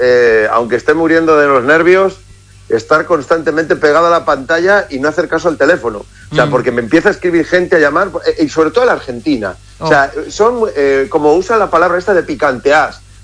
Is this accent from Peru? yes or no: no; Spain; Imagínate cómo somos los españoles.